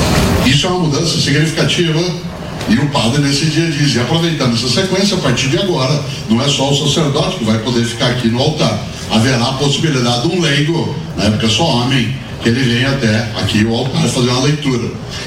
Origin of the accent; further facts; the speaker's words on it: Londrina, Paraná, Brazil; born there; now in São Paulo, Brazil; Eu nasci em Londrina, no Lago do Paraná, sou caipira, Pé Vermelho, que é o nome que nós daquela região nos damos. Me mudei com a família para São Paulo no final do ano de 1967. Esse ano, durante 50 anos que eu estou em São Paulo.